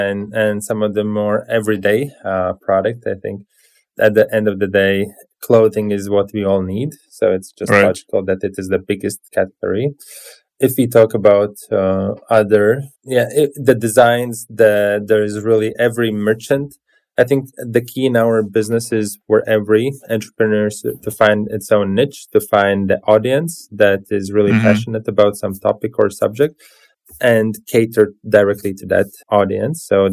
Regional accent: Latvia; English is a second language; The key connection is that we are both from Latvia.

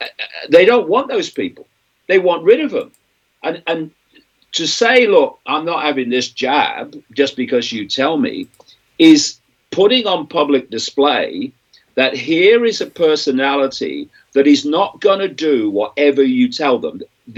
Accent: England, United Kingdom; I was born in 1952. I was brought up in England in the 1950s, not that long after the war, really.

